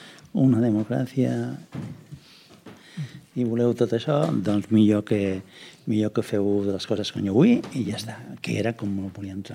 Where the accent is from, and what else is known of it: Granada, Andalusia, Spain; moved away